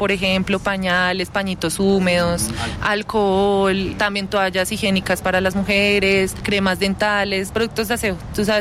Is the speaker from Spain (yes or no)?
no; Colombia; Todos somos colombianos, todos somos hermanos de este territorio.